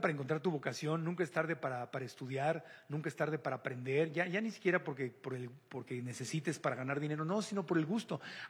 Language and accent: Spanish; Tijuana, Baja California, Mexico; Desde chiquito, pues crecí en Tijuana, en la frontera, crecí viendo a los Chargers de San Diego